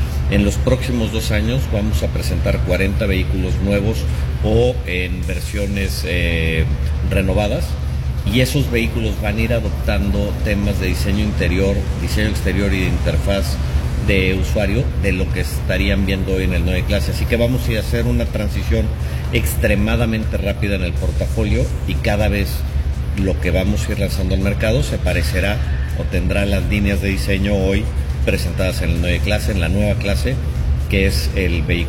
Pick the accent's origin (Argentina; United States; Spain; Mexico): Mexico; para nosotros como mexicanos